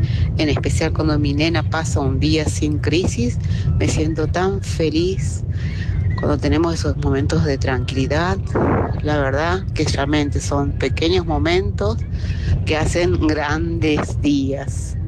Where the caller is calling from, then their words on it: Santiago del Estero, Argentina; de Santiago del Estero.